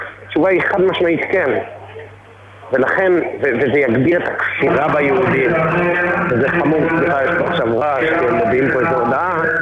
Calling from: Haifa, Haifa District, Israel

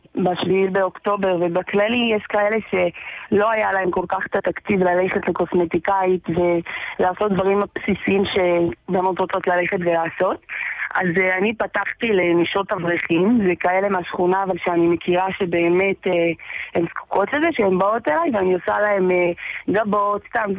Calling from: Jerusalem, Jerusalem District, Israel; כן, שבוע טוב, אני מירושלים, ואנחנו ממש, יש לנו כמה גמחים

